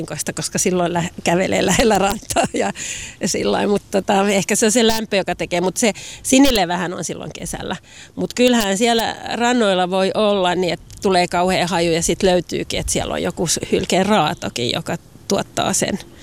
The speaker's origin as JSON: {"language": "Finnish", "region": "Southwest Finland", "country": "Finland", "tie": "born there", "also_born_or_lived": "Turku", "moved": "yes", "said": "mä oon kyllä syntyjään ihan täältä. Toki näin päivänvallon Turussa, mutta äitikin on syntyjään täällä, täältä, tai oli."}